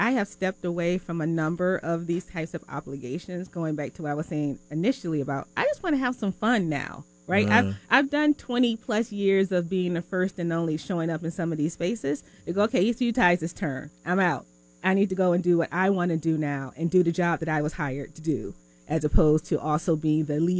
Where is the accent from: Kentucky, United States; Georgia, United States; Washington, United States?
Washington, United States; Tacoma; hey, we're from Tacoma, you know, we're from Lake, you know